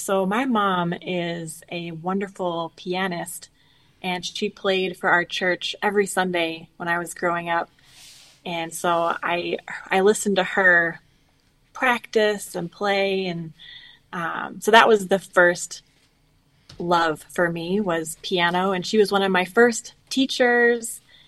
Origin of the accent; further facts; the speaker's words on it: West Chicago, Illinois, United States; moved away as an adult; now in Brewster, Washington, United States; I grew up in West Chicago, Illinois, and moved out to Washington back in 2013.